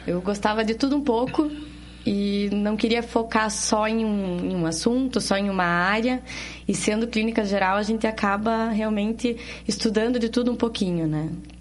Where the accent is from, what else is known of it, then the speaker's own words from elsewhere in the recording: Curitiba, Paraná, Brazil; Eu sou nascida aqui em Curitiba.